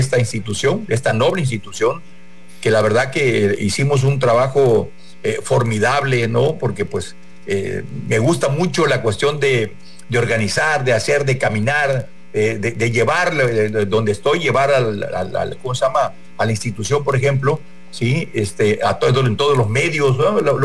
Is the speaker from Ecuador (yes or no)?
no; Tabasco, Mexico; yo soy de Tabasco, ya saqué hasta mi boleto para regresarme hoy mismo